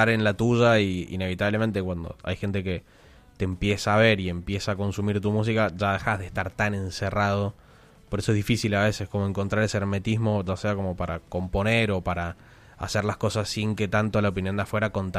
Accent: Mendoza, Argentina; No sé si el más mendocino, pero soy el que está acá.

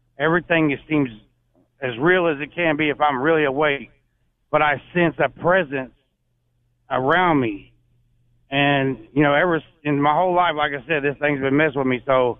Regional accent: Alexandria, Louisiana, United States; I'm from Alexandria, Louisiana

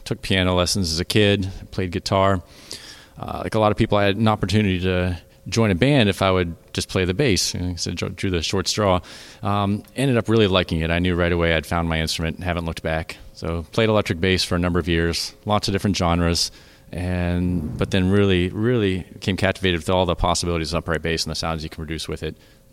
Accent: Ohio, United States; also born or lived in East Coast; now in Pittsburgh, United States; I'm originally from Southeast Ohio. Lived on the East Coast a bit and just came back to Pittsburgh for school and ended up staying.

